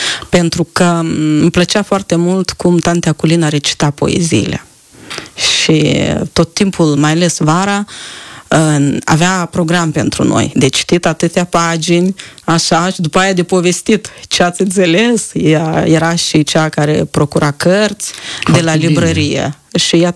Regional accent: Filipeni, Leova District, Moldova; now in Chișinău, Moldova; sunt și 100 de kilometri de la Chișinău până la Filipeni.

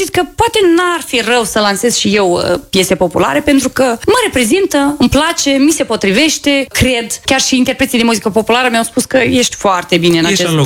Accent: Bujor, Hîncești District, Moldova; la Bujor, în satul meu de Baștin, acolo unde au crescut și copiii, cresc și eu și unde am copilărit.

